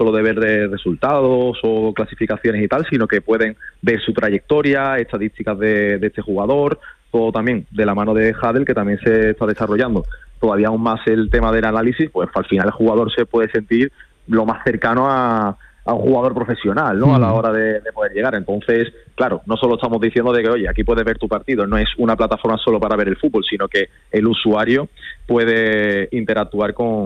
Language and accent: Spanish; Andalusia, Spain